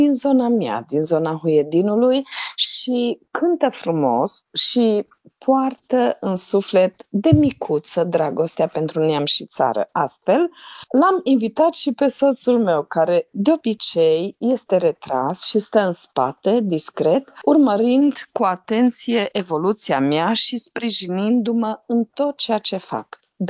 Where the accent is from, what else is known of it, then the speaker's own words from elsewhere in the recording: Romania; Sunt mândră că sunt româncă